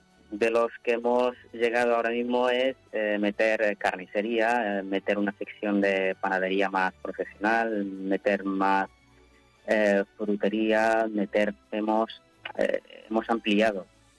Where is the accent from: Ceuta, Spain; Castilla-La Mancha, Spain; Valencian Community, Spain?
Ceuta, Spain; somos de Ceuta y sabemos un poco las zonas mejores que las otras.